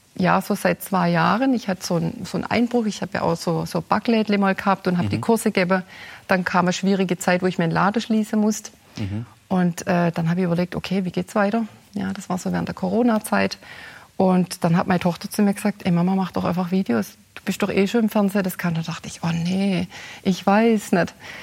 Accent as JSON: {"language": "German", "region": "Baden-Württemberg", "country": "Germany", "accent": "Swabian"}